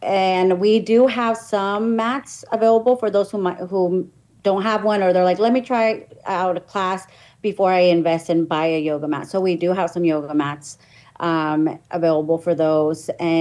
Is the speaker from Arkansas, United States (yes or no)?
no; Sonoma Valley, the Springs, California, United States; growing up in Sonoma Valley in the Springs, Larson Park was like my community park growing up in the 90s